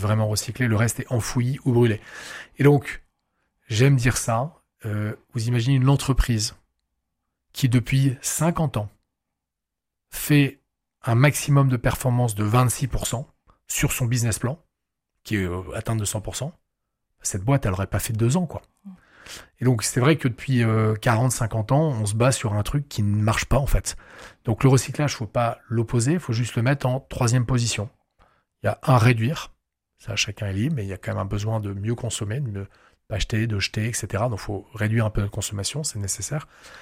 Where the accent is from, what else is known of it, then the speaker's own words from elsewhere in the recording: Lille, Hauts-de-France, France; On est Lillois, donc on a commencé dans le Nord.